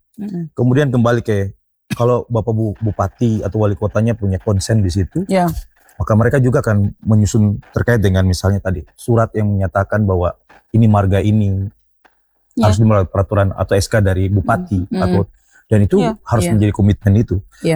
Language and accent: Indonesian; Papua, Indonesia; kita orang Papua ini budayanya itu penutur, bukan penulis.